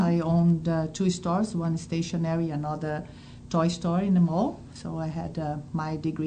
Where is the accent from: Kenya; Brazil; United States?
Brazil; moved away as an adult; now in Canada; I came from Brazil 15 years ago with my three kids.